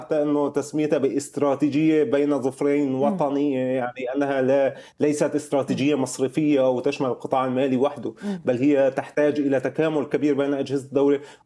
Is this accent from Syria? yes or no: yes; Syria; لأنه الكاش إيكونومي عندنا بسوريا